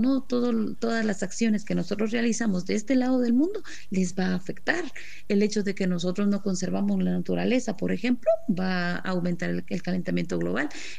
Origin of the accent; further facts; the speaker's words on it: Guatemala; para que nosotros como pueblos indígenas, para que nosotros como guatemaltecos no podamos avanzar